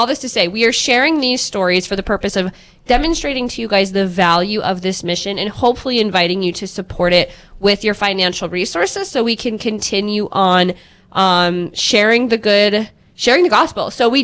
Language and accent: English; Dickinson, North Dakota, United States; Dickinson is my hometown